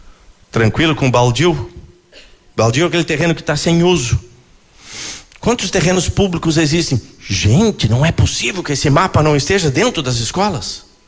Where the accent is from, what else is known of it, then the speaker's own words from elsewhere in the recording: Brazil; essa fotografia é de um rio, que é o rio da minha infância. É o rio onde eu nasci. Chama-se o Rio Jaguari.